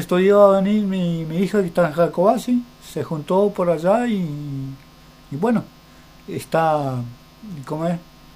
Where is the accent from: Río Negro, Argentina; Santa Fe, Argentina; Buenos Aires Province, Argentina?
Río Negro, Argentina; Pilcaniyeu; moved away as an adult; now in Virgen Misionera, Argentina; Me nací ahí, me crié